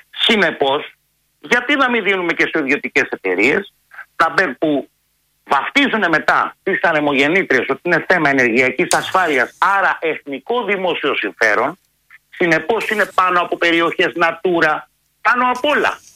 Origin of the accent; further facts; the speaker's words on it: Central Greece, Greece; όπως έχει γίνει στο Εύρο, στον Εύρο, στην πατρίδα μου την Εύβοια.